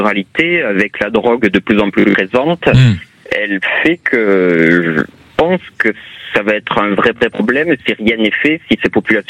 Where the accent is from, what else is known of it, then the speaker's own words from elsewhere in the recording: Occitanie, France; je connais pas particulièrement Toulouse, je suis toulousain, mais je viens plutôt d'une zone rurale